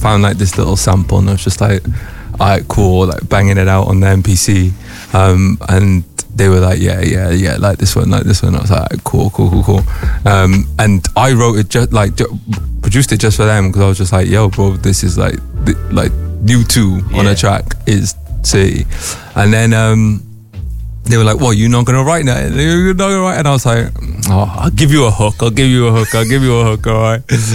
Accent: Wales, United Kingdom; as South Walians, as Welsh people in general

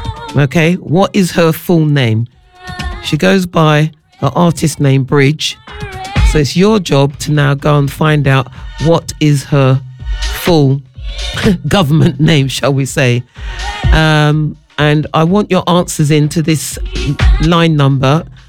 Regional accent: London, United Kingdom; Two women, she's from New York, I'm from London

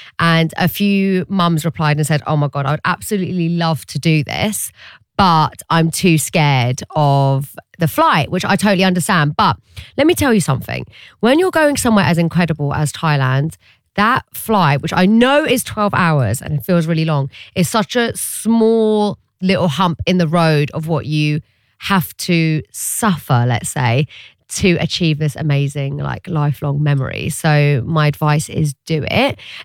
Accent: Iraq; I am from Iraq

